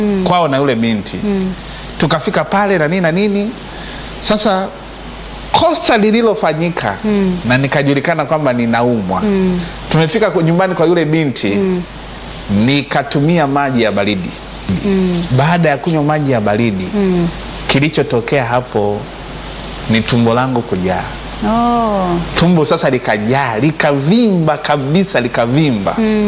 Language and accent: Swahili; Malampaka, Shinyanga, Tanzania; moved away as an adult; now in Dar es Salaam, Tanzania; nikitokea kijijini kwetu Malampaka, Maswa, Shinyanga, ambako ndiko niliko kulia